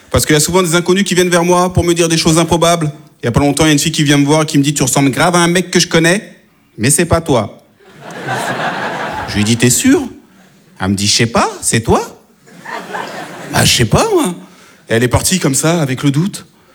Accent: France; born there; Je lui dis madame, si je parle bien français, c'est peut-être parce que je suis né en France, vieille conne.

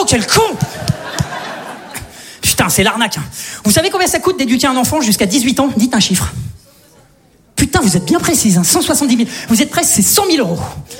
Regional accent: Saint-Etienne, Auvergne-Rhône-Alpes, France; Tu vois, moi, je viens de Saint-Etienne. Globalement, chez nous, t'as faim, tu prends une arbalète, tu vas chasser, ça s'arrête là, quoi.

